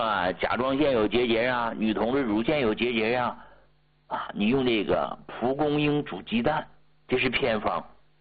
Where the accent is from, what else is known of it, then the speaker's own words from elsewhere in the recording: Hegang, Heilongjiang, China; now in Beijing, China; 你像我老家鹤岗那房子